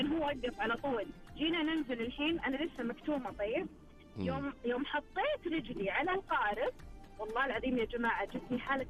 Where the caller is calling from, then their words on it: Dammam, Eastern Province, Saudi Arabia; أنا في الدمام.